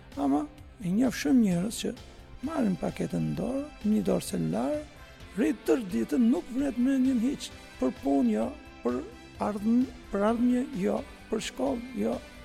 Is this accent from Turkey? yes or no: yes; Istanbul, Turkey; now in Albania; Kam martuar në Turqi, është nga Izmiri është. Ajo, unë jam nga Stambulli, edhe kemi i njohim nga Turqia